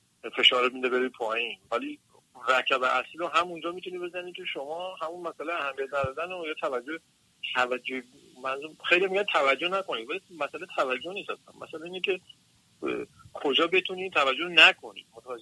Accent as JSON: {"language": "Persian", "country": "Iran", "tie": "born or raised there", "moved": "yes", "said": "همین که ما خودمونم تو ایران بودیم، تو ایران بزرگ شدم، تو وقتی که اومدم بیرون فکر میکردم آره چه خبر"}